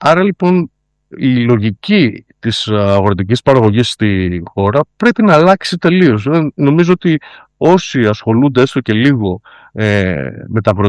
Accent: Trikala, Thessaly, Greece; στην πόλη μου, στα Τρίκαλα

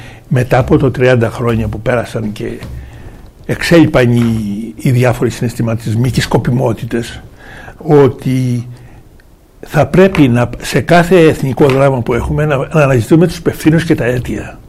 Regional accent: Peloponnese, Greece; born there; στην πατρίδα μου έχουμε μία λίμνη, η Τάκα.

